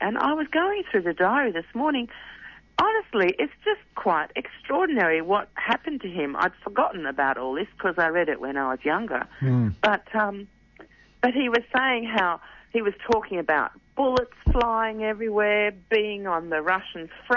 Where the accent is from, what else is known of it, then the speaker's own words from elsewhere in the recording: Sydney, New South Wales, Australia; born there; I was born in Sydney to immigrants